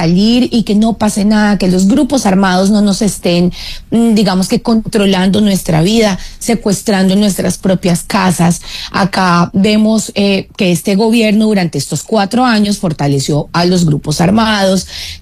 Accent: Colombia

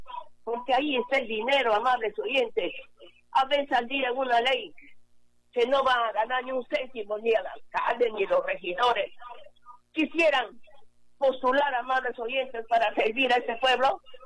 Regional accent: Aguaytía, Ucayali, Peru; es un pueblo tranquilo, Aguaitía, mi pueblo, el pueblo de mis abuelos

